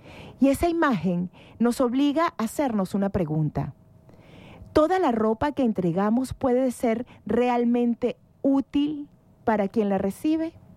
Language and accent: Spanish; Venezuela; en Venezuela tenemos una relación muy particular con ella.